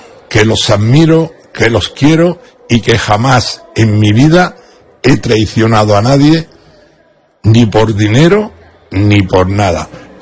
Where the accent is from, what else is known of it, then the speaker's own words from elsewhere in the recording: Huércal-Overa, Andalusia, Spain; yo soy de Huercaoer, Almería, el mayor de 12 hermanos, que pasaba hambre que Tarzán.